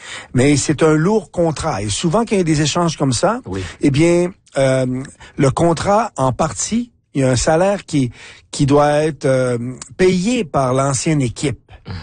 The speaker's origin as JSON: {"language": "French", "country": "Canada", "said": "quel impact ce sera chez nous au Canada dans les usines de fabrication des bâtons de hockey."}